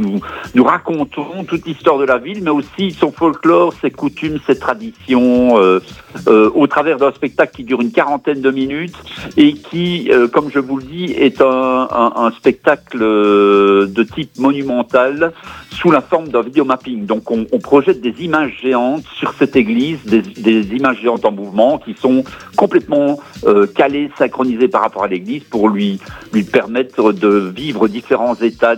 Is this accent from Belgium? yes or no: yes; Herve, Wallonia, Belgium; moved away as an adult; now in Brussels, Belgium; je suis hervien d'origine et j'ai migré à Bruxelles pour des raisons professionnelles il y a une trentaine d'années, mais je retourne régulièrement sur le plateau et dans ce fabuleux terroir.